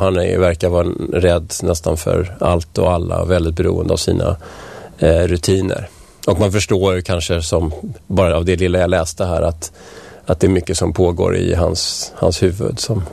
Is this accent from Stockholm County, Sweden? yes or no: yes; Vällingby, Stockholm County, Sweden; also born or lived in Strängnäs; Jag kommer ju inte härifrån. Jag kom från Vällingby från början. Och sen har jag bott i stan och jag har bott i Strängnäs då, som sagt.